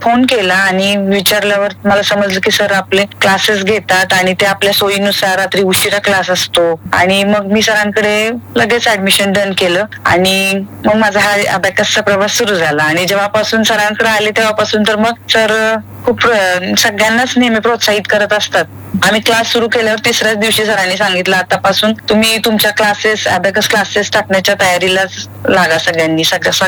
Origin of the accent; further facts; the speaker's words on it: Vitthalapur, Maharashtra, India; now in Pune, India; मूळची मी मॅम सांगली जिल्ह्यामध्ये आटपाडी तालुक्यात विठलापूर म्हणून एक छोटस गाव आहे, ते माझं माहेर.